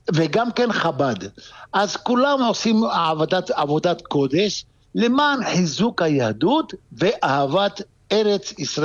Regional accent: Tangier, Tanger-Tetouan-Al Hoceima, Morocco; now in Israel; יפה, אני גדלתי בטנג'יר, זו הייתה עיר בינלאומית.

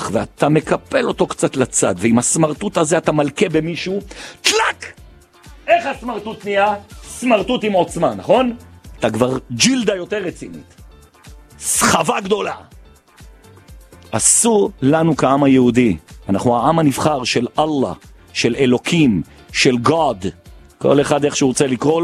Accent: Jerusalem, Jerusalem District, Israel; אני ירושלמי ואני אוהב לדחוף ירושלמים.

